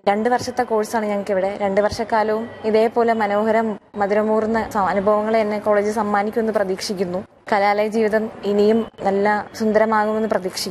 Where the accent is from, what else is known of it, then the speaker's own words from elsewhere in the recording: Thiruvananthapuram, Kerala, India; ഞാൻ തിരുവനന്തപുരം സ്വദേശിനിയാണ്.